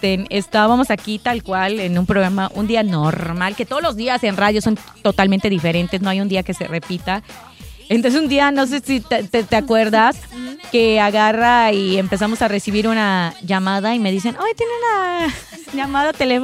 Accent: Yucatán, Mexico; moved away as an adult; now in Mérida, Mexico; yo soy de Junucumá. Yo vine a la ciudad cuando vine a la universidad, a la prepa, la secundaria, la primaria, todo fue en Junucumá. Una conoció la ciudad hasta la universidad.

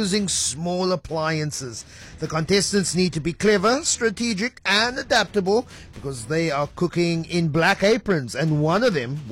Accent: South Africa; But we don't have problems as South African football fans

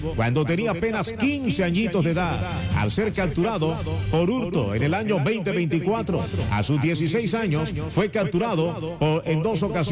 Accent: Colombia

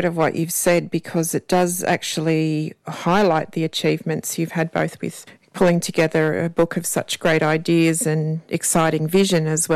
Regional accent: Cooma, New South Wales, Australia; born there; I was born in Cooma, but I was born in the town, so not that kind of country girl, but a happy country girl all the same.

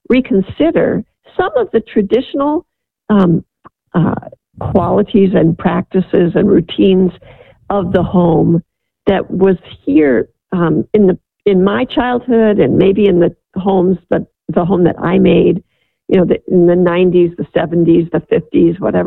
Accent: Midwest, United States; I grew up in the Midwest.

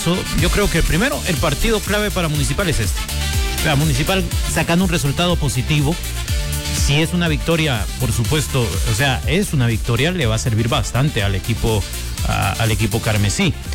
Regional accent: Guatemala; lo decimos como guatemalteco

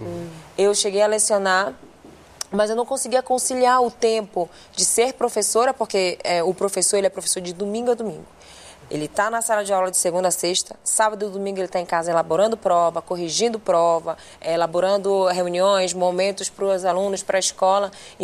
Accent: Manaus, Amazonas, Brazil; born there; Eu nasci em Manaus.

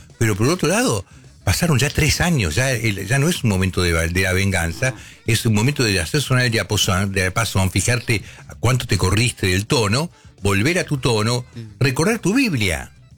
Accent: Argentina; Yo soy un tipo argentino, uh-huh, hijo de madre y padre judía, uh-huh, que no practico la religión, pero la estudié de chiquito y en hebreo, no es que no conozca.

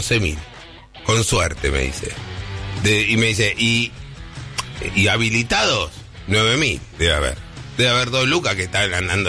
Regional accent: Argentina; No sé por qué pienso mal. Soy argentino, pienso mal.

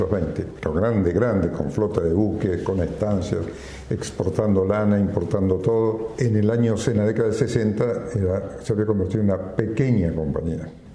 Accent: Buenos Aires, Argentina; born there; En realidad yo soy nacido en Buenos Aires.

